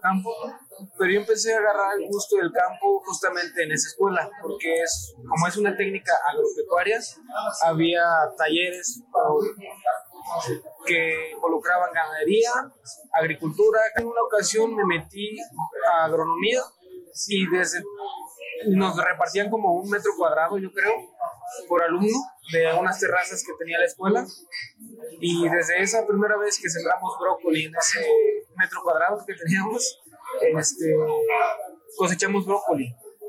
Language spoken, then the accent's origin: Spanish; Zaragoza, Puebla, Mexico; Yo soy originario de un pueblo que se llama Zaragoza, Puebla, al noroeste de la capital poblana